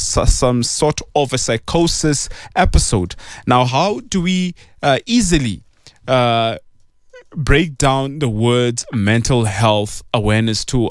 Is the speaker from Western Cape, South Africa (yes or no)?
no; Atteridgeville, Gauteng, South Africa; And now we are moving all the way to my hometown, Atteridgeville, Pelly.